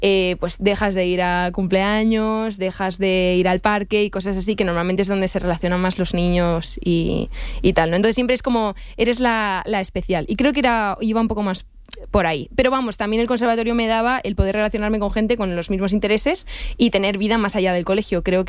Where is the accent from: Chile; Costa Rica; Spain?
Spain; Madrid, Community of Madrid; Pero yo sí, soy madrileña.